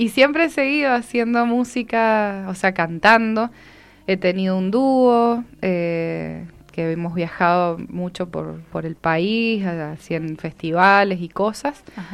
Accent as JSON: {"language": "Spanish", "town": "San Rafael", "region": "Mendoza", "country": "Argentina", "tie": "born there", "moved": "yes", "said": "yo nací en San Rafael, y no me digan nada con eso de que, ay, que es otra provincia."}